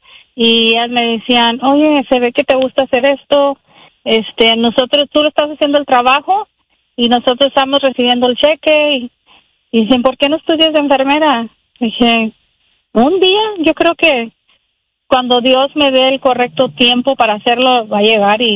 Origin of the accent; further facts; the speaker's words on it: Texas, United States; also born or lived in Mexico; Soy inmigrante, de 5 años me vine de México a Texas, ahí crecí.